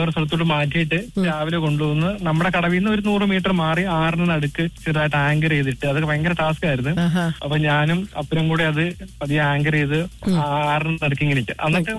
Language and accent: Malayalam; Arpookara, Kerala, India; കോട്ടയം, കോട്ടയം, കോട്ടയം ആർപ്പുക്കര എന്ന് പറയും medical college ഹോസ്പിറ്റലിന്റെ അടുത്തേ നമ്മുടെ വീടെല്ലാം വരുന്നത്.